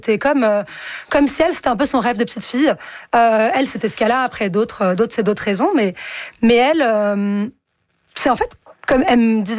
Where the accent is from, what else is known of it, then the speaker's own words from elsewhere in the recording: France; C'est vrai que chez nous, en France ou comme vous le disiez au Canada, c'est pas possible.